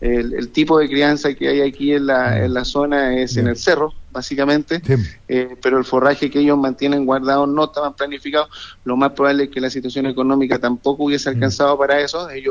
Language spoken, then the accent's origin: Spanish; Rinconada de Silva, Valparaíso, Chile; Yo soy de Rincona de Silva también.